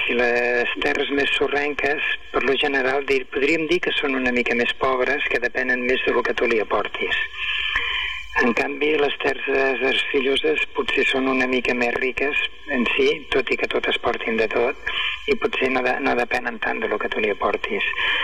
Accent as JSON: {"language": "Catalan", "town": "Canovelles", "region": "Catalonia", "country": "Spain", "moved": "as an adult", "lives_now": "Ebro Delta, Spain", "said": "fa 24 anys que estic al Delta, però jo sóc del Vallès, precisament sóc de Canovelles, al costat de Granollers, a prop de vosaltres."}